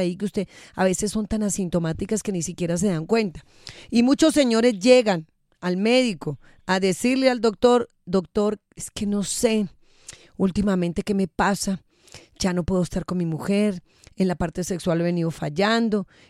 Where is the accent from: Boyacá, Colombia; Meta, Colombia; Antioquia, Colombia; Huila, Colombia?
Boyacá, Colombia; Boyacá, mi tierra querida